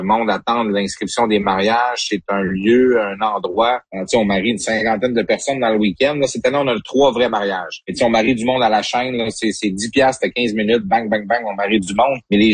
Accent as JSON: {"language": "French", "town": "Chicoutimi", "region": "Quebec", "country": "Canada", "said": "moi, je viens de Choutimi, toute ma famille est ici"}